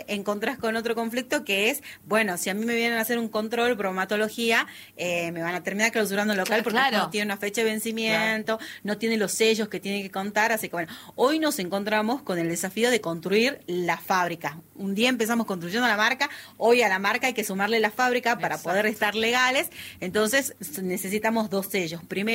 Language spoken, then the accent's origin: Spanish; Salta, Argentina; una identidad salteña, que hable de nuestros orígenes, de las tradiciones de esta tierra